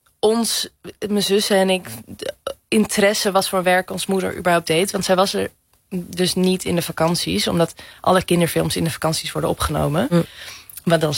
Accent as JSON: {"language": "Dutch", "town": "Amsterdam", "region": "North Holland", "country": "Netherlands", "tie": "born or raised there", "said": "In Amsterdam, in Oost. In Amsterdam-Oost."}